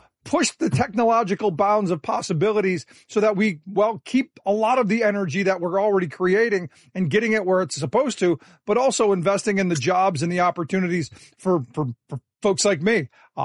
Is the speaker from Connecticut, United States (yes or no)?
no; Cleveland, Ohio, United States; No, look, I grew up in Cleveland, and this, I hate to cut you off, but I grew up in Cleveland.